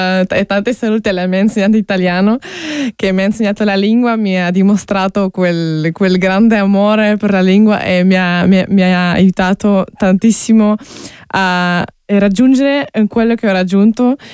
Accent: Ukraine; Spanish is a second language; now in Austria

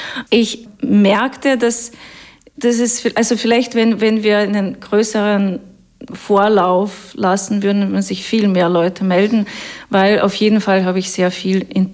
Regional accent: Russia; moved away; ich komme aus Russland.

